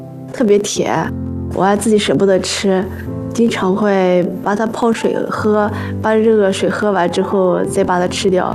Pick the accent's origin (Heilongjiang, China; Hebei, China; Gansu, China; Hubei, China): Gansu, China; Dingxi; 我出生在一个就是我们定西通县的一个大山里面，从小就是家里很穷嘛。我们那个地方主要就是种马铃薯